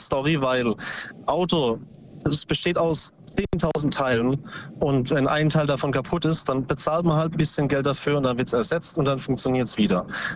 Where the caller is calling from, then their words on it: Bruchsal, Baden-Württemberg, Germany; Aus Substadt-Weier, nee, Bruchsal.